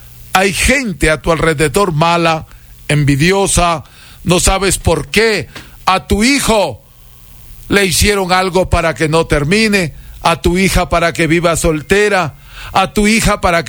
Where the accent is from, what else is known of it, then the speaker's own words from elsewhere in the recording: Huancabamba, Piura, Peru; now in Salcedo; soy el mejor chamán de América, huancabambino, peruano